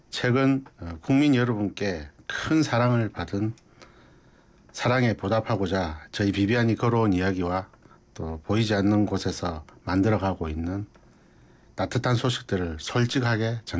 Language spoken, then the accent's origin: Korean; Busan, South Korea; accent: regional dialect; moved away as an adult; also born or lived in Seoul; 저는 이제 고향이 부산이라 대학은 서울에서 나왔지만 지방 사투리도 많이 쓰고